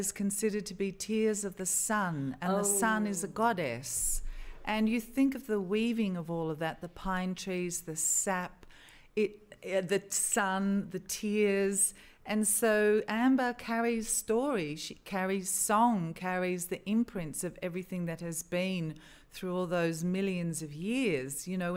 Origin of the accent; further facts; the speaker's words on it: Australia; born there; I am here, I was born in Australia